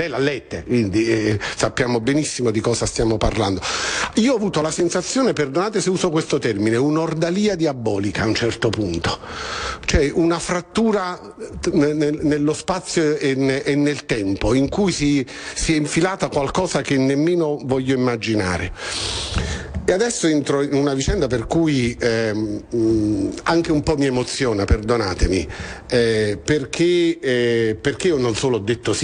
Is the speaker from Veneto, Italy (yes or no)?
no; Naples, Campania, Italy; also born or lived in Veroli, Lazio; io ci sono cresciuto in quota parte, sono napoletano